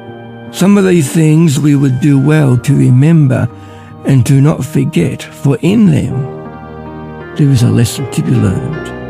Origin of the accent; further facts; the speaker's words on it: Ballarat, Victoria, Australia; I'm from Ballarat.